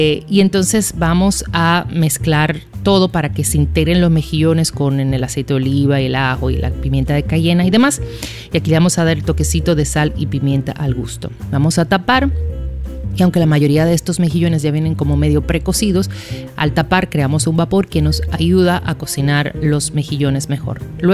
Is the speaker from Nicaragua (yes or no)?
no; Dominican Republic; me he pasado unos días allá y pues como buena dominicana, pues se pegan todos los acentos, ¿no?